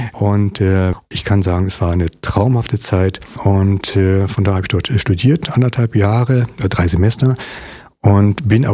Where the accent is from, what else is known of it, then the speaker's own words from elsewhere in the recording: Kaufbeuren, Bavaria, Germany; also born or lived in Berlin / Frankfurt am Main; Geboren bin ich in Berlin, in der Mitte von Berlin, Berlin-Schmargendorf. Und uns hat es dann relativ schnell auch in Richtung Frankfurt am Main gezogen. Dort bin ich auch zur Schule gegangen, zumindest in der ersten Klasse. Und dann sind wir später nach Bayern gezogen, nach Kaufbeuren unten